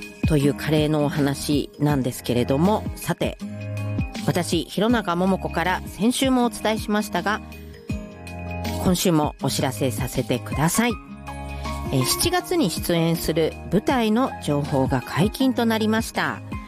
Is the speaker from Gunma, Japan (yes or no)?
yes; Gunma, Japan; 私群馬なんです